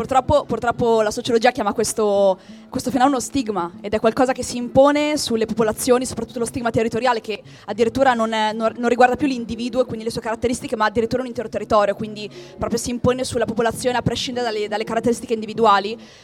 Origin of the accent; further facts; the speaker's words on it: Pero, Lombardy, Italy; born there; Io vengo da Pero, quindi in realtà abito vicino a Quartogiaro